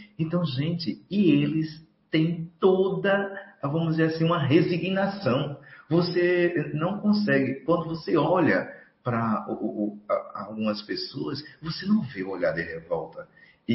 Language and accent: Portuguese; Northeast Region, Brazil; Eu, como nordestino, agradeço muito, né, pela oportunidade de ter reencarnado no Nordeste